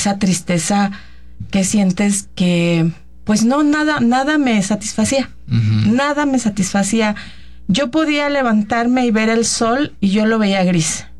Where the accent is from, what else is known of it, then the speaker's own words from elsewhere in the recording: Morelos, Mexico; moved away as an adult; Bueno, yo soy de Morelos, nacida en Morelos y allá es donde yo nací, donde yo me crié.